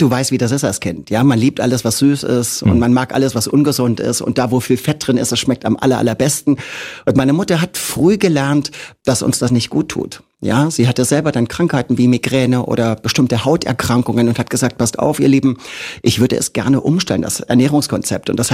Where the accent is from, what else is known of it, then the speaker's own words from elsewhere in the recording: Magdeburg, Saxony-Anhalt, Germany; Ja, ich komme aus Magdeburg und muss gestehen, dass ich die Stadt nicht ein einziges Mal gesehen habe.